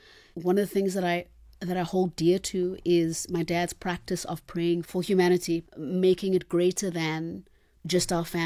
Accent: Eastern Cape, South Africa; I have really fond memories of community life growing up in the Eastern Cape. There are a lot of rural areas and then there are urban areas. And I grew up in a more urban area and an urban township.

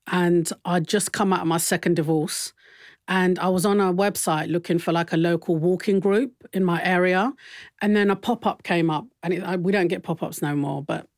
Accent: London, United Kingdom; accent: Cockney; Cockney because I'm from East London.

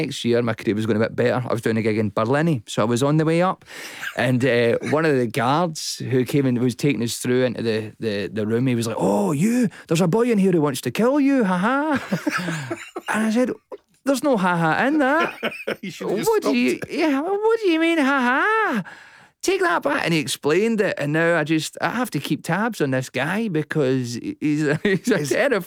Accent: Scotland, United Kingdom; there's various things, you know, like class, being Scottish, all these other things, and I just examine them and extrapolate and find all the funny bits in them.

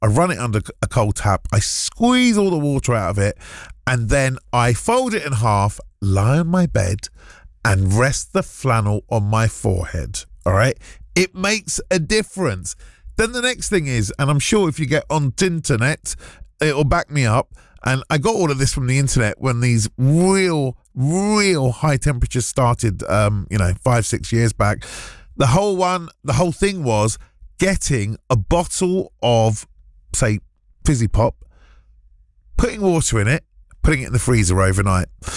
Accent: London, United Kingdom; I am a Londoner who gets really hot.

